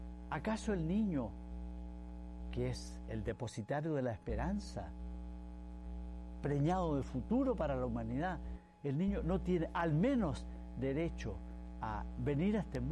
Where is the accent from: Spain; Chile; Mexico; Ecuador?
Chile; En mi país, Chile, el 70% de los niños que nacen están naciendo fuera de una familia unida por un matrimonio.